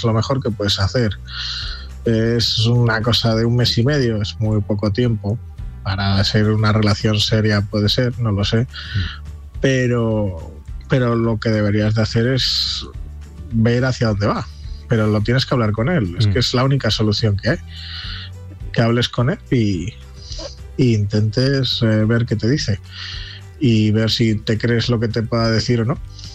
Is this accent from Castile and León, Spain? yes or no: yes; Palencia, Castile and León, Spain; Somos Alde de Palencia